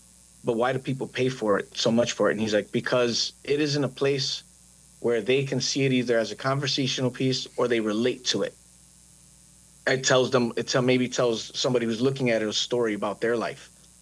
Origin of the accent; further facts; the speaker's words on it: Chicago, Illinois, United States; I grew up in Chicago, and I grew up a graffiti artist